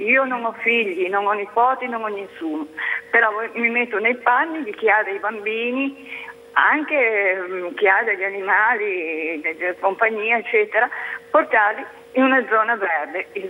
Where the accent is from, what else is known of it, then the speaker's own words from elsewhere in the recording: Genoa, Liguria, Italy; Io sono genovese, proprio genovese, da parte di padre e di madre, memoria d'uomo